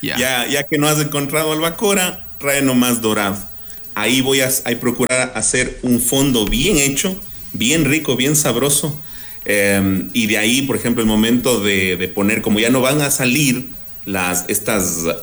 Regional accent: Pichincha, Ecuador

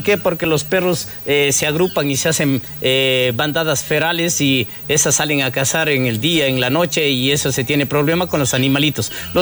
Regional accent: Mindo, Pichincha, Ecuador; mis padres no son de aquí, mis padres son de la provincia del Cotopaxi, orgulloso de decirlo, pero yo soy ya propiamente de aquí, de Mindo, entonces yo me crié aquí en Mindo

